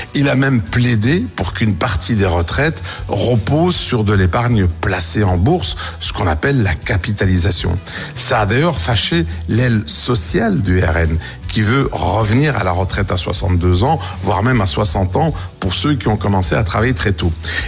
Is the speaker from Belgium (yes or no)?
yes; Belgium; Et chez nous, en Belgique donc, c'est pas un spectacle lointain ce qui se passe là-bas.